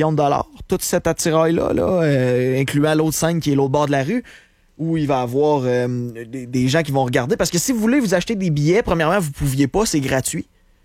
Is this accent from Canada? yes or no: yes; Canada; mais vu qu'on est des Canadiens, ben, nous autres, on se fait mettre dans...